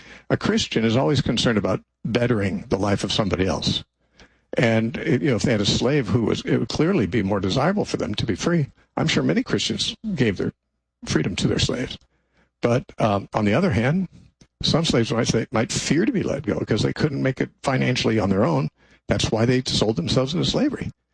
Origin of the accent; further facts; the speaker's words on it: United States; as a Christian, and frankly, as an American too